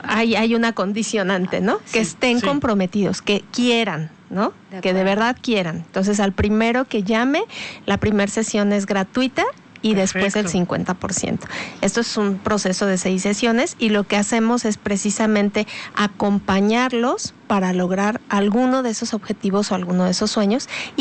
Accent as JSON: {"language": "Spanish", "country": "Mexico", "said": "nos representan desafortunadamente como mexicanos."}